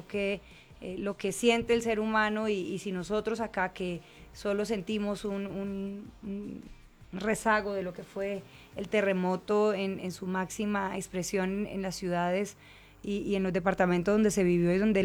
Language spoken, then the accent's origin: Spanish; Bucaramanga, Santander, Colombia; moved away; que vivo, que crecí en Bucaramanga, donde tiembla muy seguido.